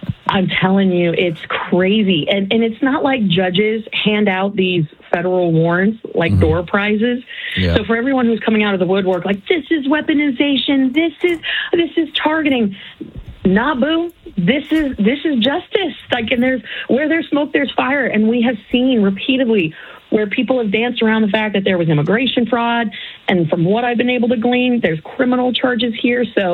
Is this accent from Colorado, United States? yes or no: yes; Castle Rock, Colorado, United States; So, you know, that's my home state. I mean, I grew up in Castle Rock, but not too far, about 40 miles north of there.